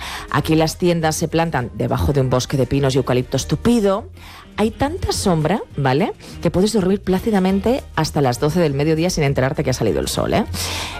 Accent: Aragon, Spain; Yo sí, yo soy maña.

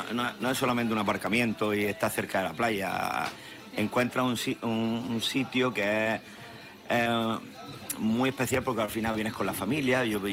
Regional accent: Salobreña, Andalusia, Spain; Yo no sé si está de moda, pero yo, como mi pueblo que es, soy un apasionado y para mí es el pueblo más bonito de España, ¿no?

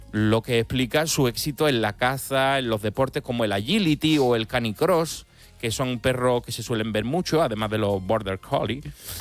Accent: Cádiz, Andalusia, Spain; Como yo soy gaditano, suena igual.

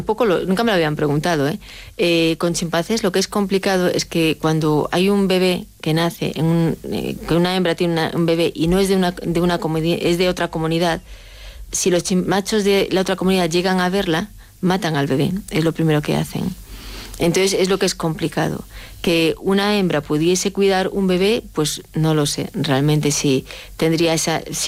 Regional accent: Galicia, Spain; Yo lo describo muchas veces como yo soy gallega, ¿no? los gallegos estamos en Galicia. Bueno, yo no estoy en Galicia ahora, pero tenemos un, no tengo mucho acento, pero yo antes tenía acento.

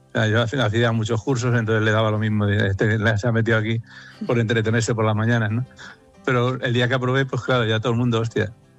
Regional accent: Madrid, Community of Madrid, Spain; Yo soy de Madrid, vamos, de Vallecas.

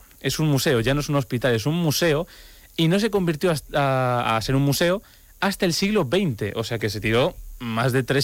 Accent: Torrijos, Castilla-La Mancha, Spain; Alonso de Covarrubias, que es paisano mío, sí, es de Torrijos.

